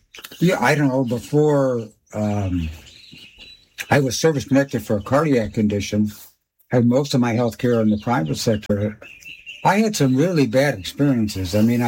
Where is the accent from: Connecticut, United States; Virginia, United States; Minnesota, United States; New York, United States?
New York, United States; Buffalo; So when I was a kid and growing up in Buffalo, New York, and unions were really strong there.